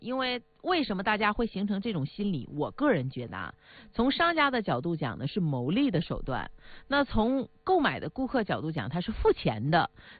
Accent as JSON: {"language": "Chinese", "region": "Northeast China", "country": "China", "accent": "Northeast", "said": "虽然不抹零我们能够接受，但是反向抹零心里还是很不舒服的，用我们东北话说挺膈应啊。"}